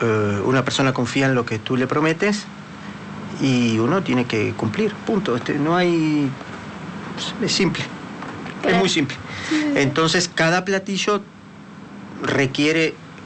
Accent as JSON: {"language": "Spanish", "country": "Uruguay"}